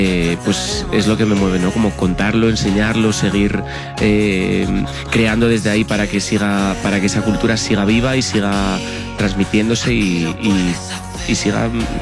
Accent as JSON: {"language": "Spanish", "region": "Asturias", "country": "Spain", "said": "Es Asturias. Yo soy de Asturias, de una zona, de un territorio del norte de España, uh-huh. Muy pequeño, montañoso, muy bello"}